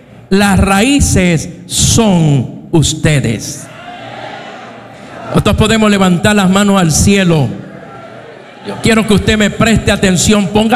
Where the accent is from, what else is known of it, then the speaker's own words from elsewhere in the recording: Puerto Rico; first language Spanish; decidí nacer en Puerto Rico. Por gracia, por misericordia, pues somos puertorriqueños del Caribe y nuestro idioma principal es el español.